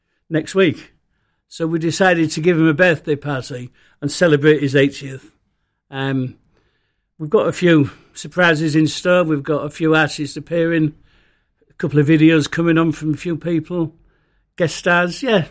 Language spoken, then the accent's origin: English; Hull, Yorkshire and the Humber, United Kingdom; I was from North Hull.